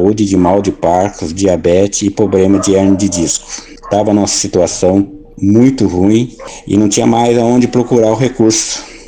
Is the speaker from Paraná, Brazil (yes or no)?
yes; Uraí, Paraná, Brazil; Eu sou de Uraí … esposo da dona Neide.